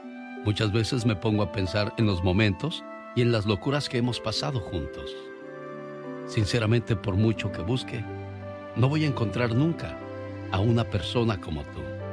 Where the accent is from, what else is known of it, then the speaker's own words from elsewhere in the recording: Mexico; nosotros como buenos mexicanos vamos a aguantar a base de nuestro trabajo y esfuerzo.